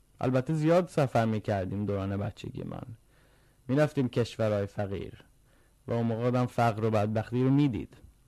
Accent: Sweden; born or raised there

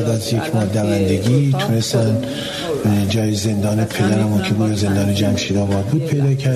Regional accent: Iran; born there; من سال 1324 13 آذر سال 1324 تو کوچه سر قبرقا تو محله سانپاسخونه به دنیا آمدم و تو خونه حاج حسین معمار که مستاجر بودیم

